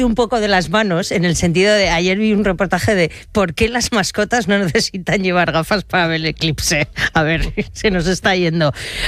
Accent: Peralta, Navarre, Spain; donde mejor se vio es en mi pueblo, en Peralta, porque era una de las franjas, como en Navarra

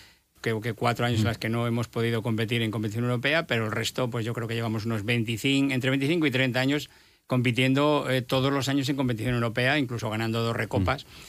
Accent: Castile and León, Spain; yo especialmente, que me considero leonés de verdad

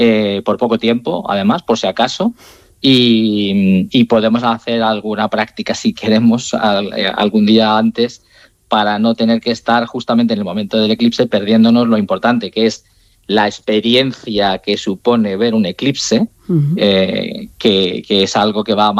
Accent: Turmiel, Castilla-La Mancha, Spain; Bueno, yo en mi pueblo, como te decía antes, en Turmiel, Guadalajara

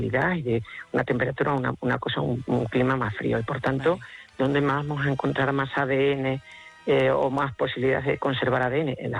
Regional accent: Extremadura, Spain

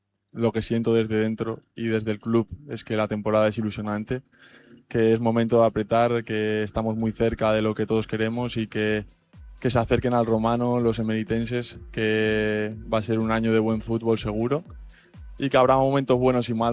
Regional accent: Navarre, Spain

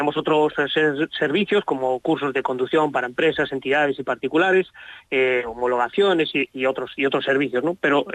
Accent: A Coruña, Galicia, Spain; somos de Coruña y empezamos la cosa en Coruña, ¿no?

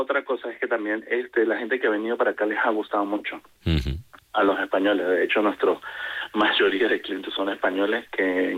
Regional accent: Venezuela; now in Valladolid, Spain; nosotros somos de Venezuela

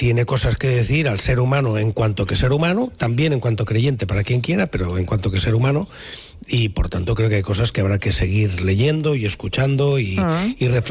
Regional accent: Barcelona, Catalonia, Spain; Sí, evidentemente, como barcelonés y catalán, pues lo de la Sagrada Familia me ha emocionado

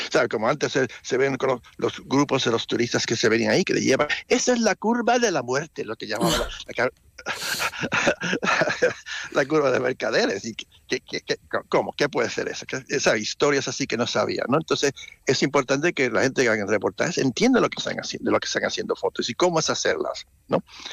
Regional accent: Puerto Rico; moved away; Yo fui criado en Puerto Rico, ahí tenían fiestas patronales, y para mí, como no vivo en un sitio que tiene fiestas así

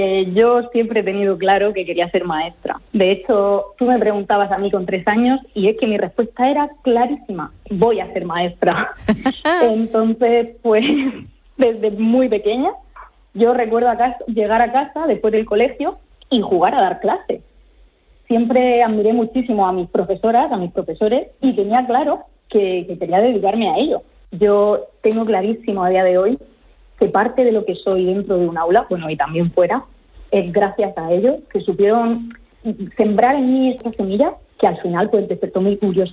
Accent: Campos del Río, Region of Murcia, Spain; Mira, pues nosotros somos de Campos del Río, un pequeño pueblo de la región de Murcia, con mucho encanto.

